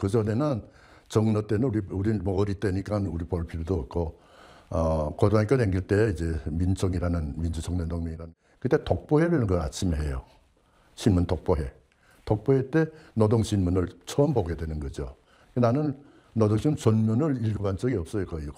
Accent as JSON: {"language": "Korean", "region": "Pyongyang", "country": "North Korea", "tie": "born or raised there", "moved": "yes", "said": "우리 평양, 내가 평양 출신이니까"}